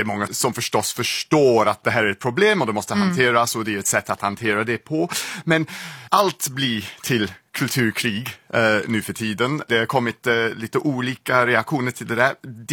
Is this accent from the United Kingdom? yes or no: yes; England, United Kingdom; moved away; den där väldigt lummiga delen av England där jag växte upp.